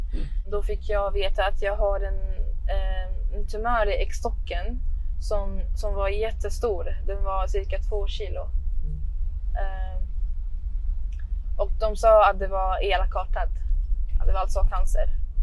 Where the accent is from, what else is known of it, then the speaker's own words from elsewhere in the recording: Alexandria, Alexandria Governorate, Egypt; now in Stockholm, Sweden; Ja, men jag är uppvuxen i Alexandria. Det är, så här, det är nära havet.